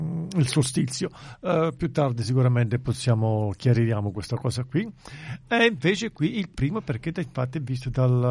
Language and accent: Italian; Campania, Italy; now in Australia; E io sono irpino e vengo dal Partenio, vicino Partenio.